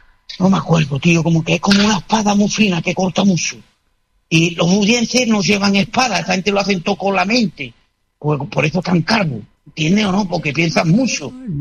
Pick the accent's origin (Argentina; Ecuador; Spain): Spain; San Fernando, Andalusia; Somos gaditanos. Somos gaditanos, los de San Fernando.